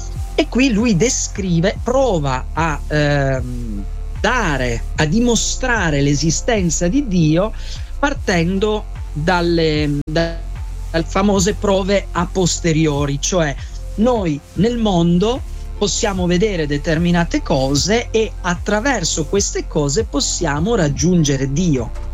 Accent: Piedmont, Italy; born there; poco più su di dove sono nato io, in Piemonte

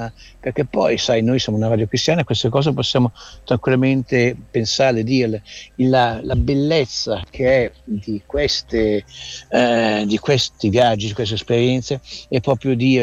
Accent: Milan, Lombardy, Italy; sono milanese

